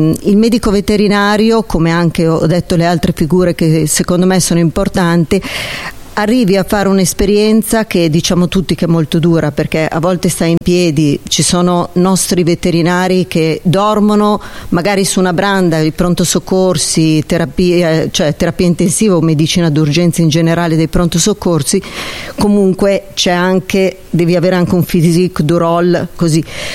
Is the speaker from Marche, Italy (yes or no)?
no; Cremona, Lombardy, Italy